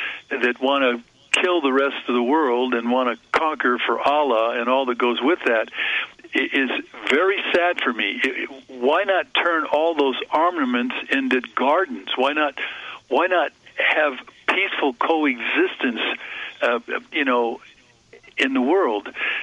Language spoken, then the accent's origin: English; United States; And I sit here as an American citizen, but as a person of the world, that I've traveled the world